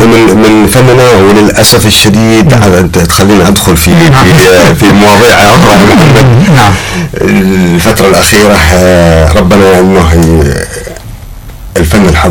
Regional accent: Hadramawt, Yemen; عندنا في حضرموت

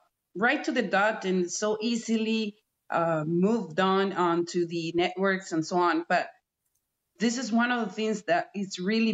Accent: Venezuela; moved away; I come from Venezuela, a country that's been in war for 5 years, not with arms, with society.

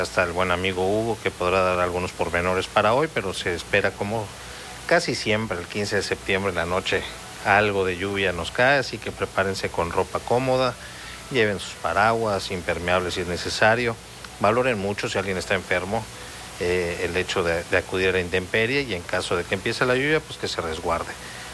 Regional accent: Mexico; pero pues como mexicanas y mexicanos queremos celebrar

